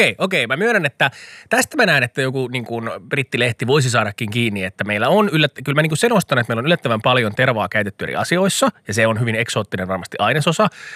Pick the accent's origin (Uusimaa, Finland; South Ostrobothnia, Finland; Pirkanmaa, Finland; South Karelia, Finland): Uusimaa, Finland; Kerava; tämä on vähän sama kuin rakkaassa kotikaupungissani Keravalla ne valkosipulifestivaalit.